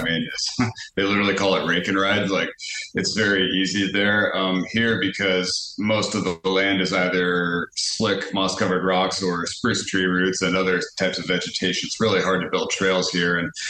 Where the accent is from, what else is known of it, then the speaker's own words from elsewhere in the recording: Alaska, United States; I just called him out of the blue and said, hey, I'm from Alaska, and we'd love you to come up here.